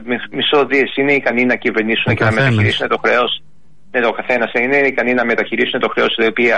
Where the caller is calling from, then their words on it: Ithaca, Ionian Islands, Greece; στην Ιθάκη, στο νησί μου